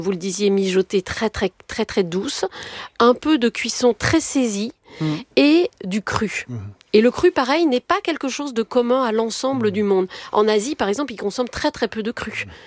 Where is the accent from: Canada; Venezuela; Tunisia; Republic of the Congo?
Tunisia; born there; Je suis née en Tunisie.